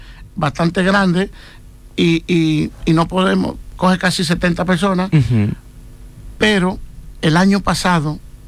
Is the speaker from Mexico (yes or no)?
no; Dominican Republic; now in Alcalá de Henares, Spain; Yo soy el único dominicano que se desprende con un grupo de amigos, que gracias a ellos pues siempre lo hago, que celebra el Día de la Madre Dominicana